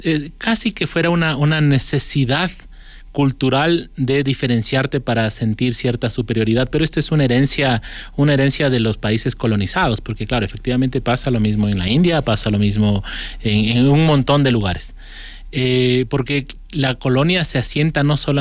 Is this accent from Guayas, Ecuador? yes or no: no; Quito, Pichincha, Ecuador; de una familia que se asentó en Quito y que mis padres llegaron por la bonanza petrolera a estudiar acá a la universidad o por diferentes factores. Pero por supuesto que me siento quiteño